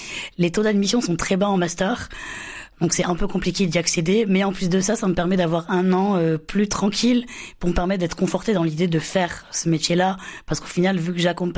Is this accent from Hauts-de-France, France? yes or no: no; Béziers, Occitanie, France; moved away as an adult; now in Montpellier, France; Je suis née à Montpellier, mais j'ai grandi à Béziers. Je suis retournée à Montpellier pour mes études.